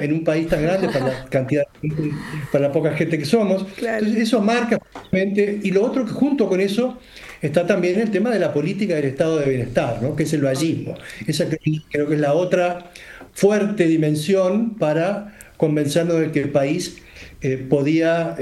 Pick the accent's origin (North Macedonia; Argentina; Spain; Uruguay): Uruguay; cuando yo decía que era uruguayo